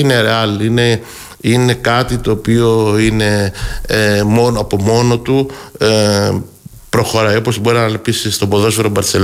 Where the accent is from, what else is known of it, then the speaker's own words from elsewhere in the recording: Greece; σαν Έλληνες